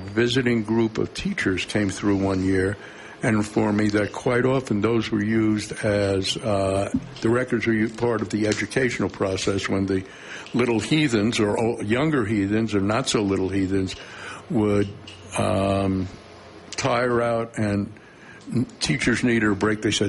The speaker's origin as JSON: {"language": "English", "town": "New York City", "region": "New York", "country": "United States", "tie": "born or raised there", "moved": "yes", "said": "I grew up in New York City, in Brooklyn, New York, I was a little fat Jew boy from New York who listened to folk songs about working in the mine, lived in Greenwich Village"}